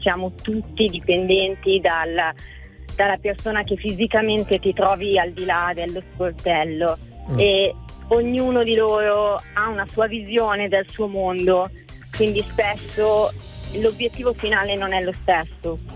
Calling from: Milan, Lombardy, Italy; io chiamo da Milano.

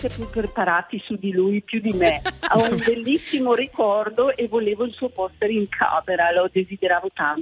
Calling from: Gussago, Lombardy, Italy; Ascolto sempre da Brescia, Gussago in particolare. Provincia di Brescia.

